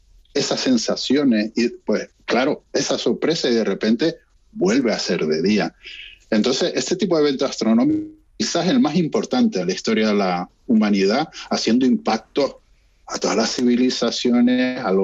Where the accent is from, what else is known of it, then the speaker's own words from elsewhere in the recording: Canary Islands, Spain; accent: Canarian; moved away as an adult; now in Andøya, Norway; verán en mi tono que soy canario, pues soy un canario emigrado al polo desde hace, pues llevo aquí desde 11 años.